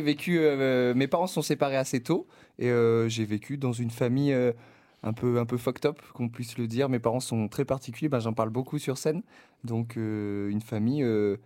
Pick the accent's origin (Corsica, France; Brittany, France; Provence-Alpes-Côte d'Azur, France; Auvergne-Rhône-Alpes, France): Provence-Alpes-Côte d'Azur, France; La Seyne-sur-Mer; moved away as an adult; also born or lived in Sanary-sur-Mer / Toulon; now in Paris, France; C'est un bon début, je pense. Je suis originaire du sud-est, du Var. Alors, pour préciser, je suis né à La Seyne-sur-Mer. Mais j'ai grandi entre Sanary, La Seyne et Toulon, voilà. Mmh. Et maintenant, j'habite Paris